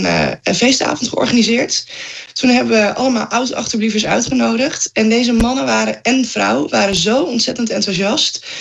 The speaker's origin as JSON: {"language": "Dutch", "town": "Rutten", "region": "Flevoland", "country": "Netherlands", "tie": "born or raised there", "said": "Ik kom zelf uit Rutte. En ik ben daar opgegroeid in een echt carnavalsgezin."}